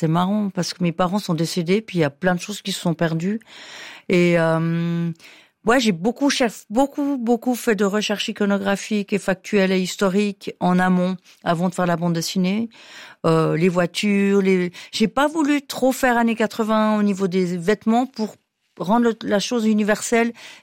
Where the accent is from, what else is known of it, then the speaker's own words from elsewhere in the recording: Valais, Switzerland; accent: Valais accent; now in Lausanne, Switzerland; un côté pegnaude avec l'accent valaisan.